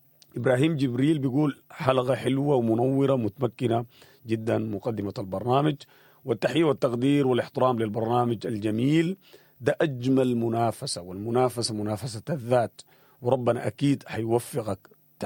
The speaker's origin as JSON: {"language": "Arabic", "country": "Sudan", "said": "نحن كسودانيين"}